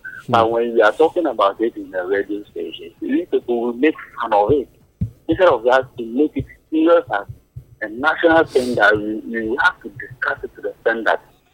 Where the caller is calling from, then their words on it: Ghana; I'm calling from Bukoso.